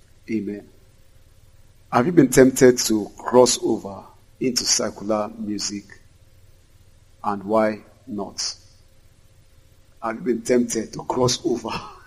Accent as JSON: {"language": "English", "region": "Lagos", "country": "Nigeria", "said": "I said, I'm an artist from Lagos. And I showed them my CD. The security man looked at it. He saw the address, Lagos"}